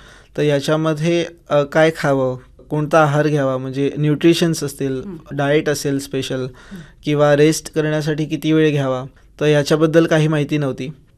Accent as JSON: {"language": "Marathi", "town": "Ganpatipule", "region": "Maharashtra", "country": "India", "said": "मी गणपतीपुळ्याचा आहे"}